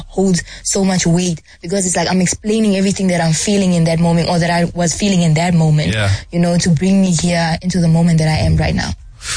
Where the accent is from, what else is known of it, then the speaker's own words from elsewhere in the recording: Namibia; now in Johannesburg, South Africa; It's like I'm coming from Namibia, from this place where we are only a population of 2.9 to 3 million. And then now I'm coming to Joburg where like there's a wide audience